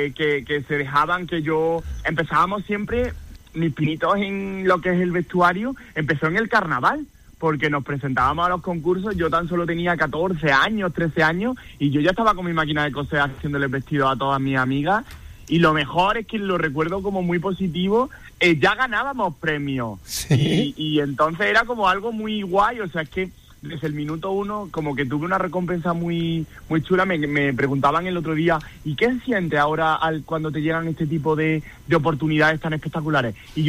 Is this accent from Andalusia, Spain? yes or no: yes; Andalusia, Spain; moved away as an adult; now in Madrid, Spain; soy un chico del Valle de los Pedroches, que se fue hace 13 años a Madrid